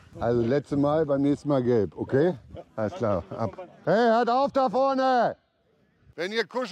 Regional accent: Wiedensahl, Lower Saxony, Germany; Da ich gesagt habe, ich komme aus Wiedensaal, weißt du auch sicherlich, wer der berühmteste Einwohner in Wiedensaal ist, nach mir?

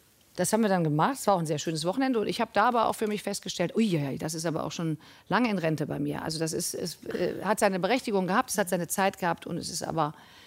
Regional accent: Cologne, North Rhine-Westphalia, Germany; Ich komme zwar aus Köln

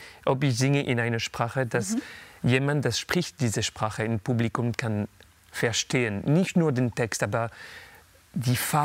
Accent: Paris, Île-de-France, France; born there; first language French; German is a second language; Ich bin in Paris geboren

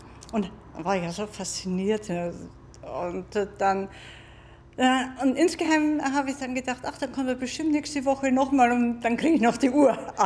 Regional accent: Bavaria, Germany; accent: Bavarian; first language Bavarian; now in Hamburg, Germany; Ich als Bayerin

